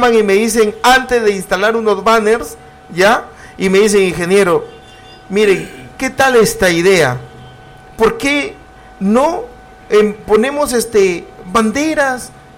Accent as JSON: {"language": "Spanish", "town": "Túcume", "region": "Lambayeque", "country": "Peru", "said": "Yo soy del caserío La Pintada"}